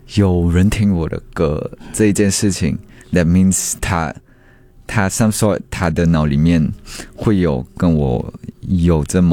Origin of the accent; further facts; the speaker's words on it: Johor Bahru, Johor, Malaysia; moved away as an adult; now in Kuala Lumpur, Malaysia; 因为我本身也不是从大城市出生的人， 嗯、 我是 JB 人、